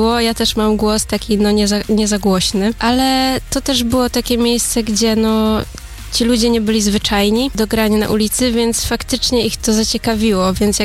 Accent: Kuyavian-Pomeranian Voivodeship, Poland; Jestem spod Torunia

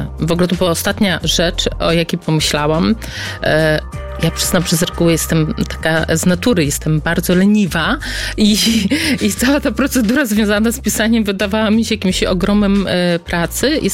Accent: Podlaskie Voivodeship, Poland; Ja pochodzę z Podlasia. Jest to no tak piękna kraina, natomiast w owym czasie, kiedy ja byłam tą małą dziewczynką, nie miało to miejsce dla mnie tak dużo do zaoferowania.

